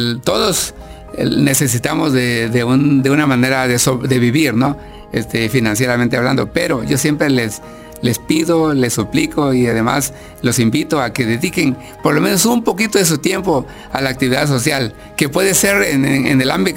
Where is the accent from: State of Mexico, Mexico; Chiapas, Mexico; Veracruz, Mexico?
Chiapas, Mexico; nuestras raíces, nuestro pueblo, nuestro Chiapas